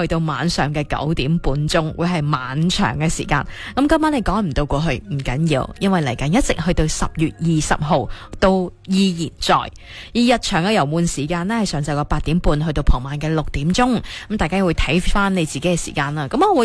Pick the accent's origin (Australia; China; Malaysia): China; Guangdong; 国庆假期特别对于我哋广东人嚟讲，少不了食。